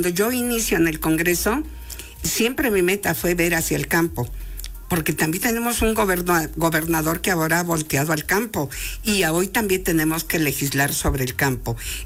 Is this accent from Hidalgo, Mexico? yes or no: no; San Diego Acapulco, Puebla, Mexico; yo que emano de y soy de la Junta Auxiliar de San Diego Acapulco, pues esa parte es arenosa